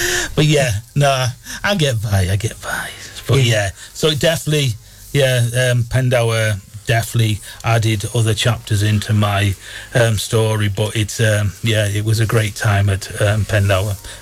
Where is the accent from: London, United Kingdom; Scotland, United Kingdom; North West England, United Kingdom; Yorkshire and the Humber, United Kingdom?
London, United Kingdom; born there; Well, it says in it that I was from London, and I was born in London. My mum went there for a night and to the theatre and fell and went into labour.